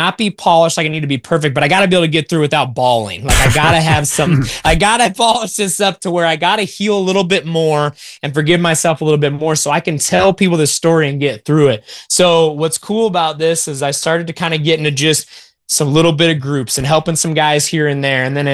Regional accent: Iowa, United States; moved away as an adult; now in Oklahoma City, United States; I'm from Iowa, FCA there.

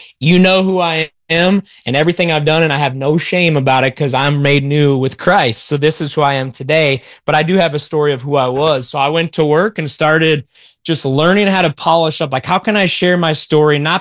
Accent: Iowa, United States; moved away as an adult; now in Oklahoma City, United States; I'm from Iowa, FCA there.

